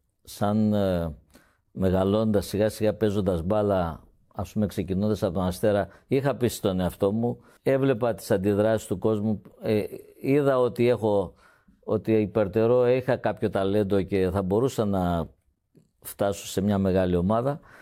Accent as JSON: {"language": "Greek", "town": "Rethymno", "region": "Crete", "country": "Greece", "tie": "born or raised there", "also_born_or_lived": "Heraklion", "said": "Αλλά μεγάλωσα και έζησα στο Ρέθυμνο … ο οποίος ήταν το πρωί λιμενεργάτης και το βράδυ ψαράς."}